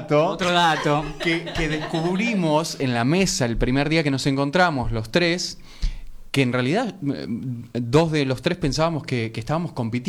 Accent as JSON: {"language": "Spanish", "region": "Río Negro", "country": "Argentina", "moved": "as an adult", "lives_now": "Buenos Aires, Argentina", "said": "yo hace muy poco que estoy en Buenos Aires, hace 5 meses aproximadamente. Yo vengo del interior de Río Negro."}